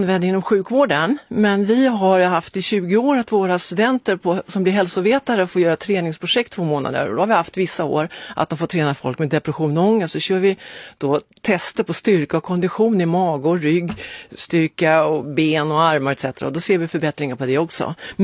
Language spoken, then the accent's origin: Swedish; Iceland; moved away; Jag är islänningar